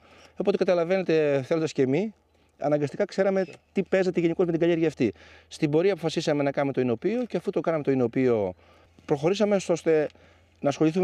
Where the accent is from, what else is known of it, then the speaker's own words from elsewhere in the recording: Tripoli, Peloponnese, Greece; also born or lived in Skopi; Εγώ μεγάλωσα στην Τρίπολη Αρκαδίας, γεννήθηκα στη Σκοπή, έμεινα εκεί πέρα μέχρι 5 ετών και μετέπειτα πήγαμε με τους γονείς μου στην Τρίπολη.